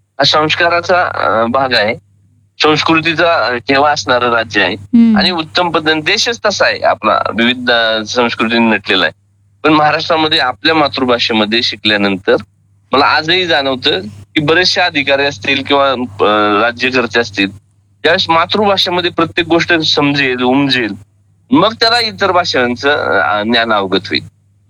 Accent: Vinjar Nasrapur, Maharashtra, India; माझं गाव मूळचं विंजर नसरापूर या भागात आहे, पुणे जिल्ह्यातच। अतिशय डोंगरी भागामध्ये ते गाव होतं, मी 10वीपर्यंत शिक्षण तिथंच घेतलं।

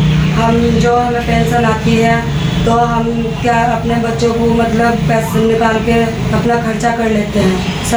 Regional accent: Mandawar, Uttar Pradesh, India; मंडावर बिजनौर शहबाजपुर की रहने वाली।

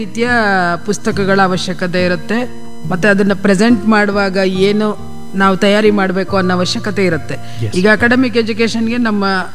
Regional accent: Konanur, Karnataka, India; also born or lived in Mallipatna; now in Belagavi, India; ನಾನು ಹಾಸನ ಜಿಲ್ಲೆಯಲ್ಲಿ ಕೊಣನೂರು ಅಂತ ಒಂದು ಗ್ರಾಮ ಇದೆ ರೀ, ಗಡಿ ಗ್ರಾಮ ಅದು ಕೊಣನೂರು. ಅದು ಕೊಡಗು ಮತ್ತು ಮೈಸೂರಿಗೆ ಅಂಟಿಕೊಂಡಂಗೆ ಕೊನೆ ಗ್ರಾಮ ಅದು ನಮ್ಮ ಜಿಲ್ಲೆಗೆ. ಅಲ್ಲಿ ಹುಟ್ಟಿದ್ದು.

